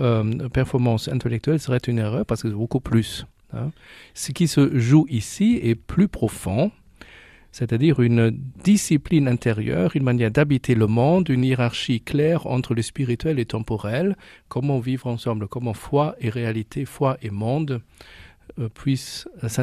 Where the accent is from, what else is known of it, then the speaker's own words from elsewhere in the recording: Germany; parce que moi, en tant qu'Allemand, donc, je ne connaissais pas du tout avant.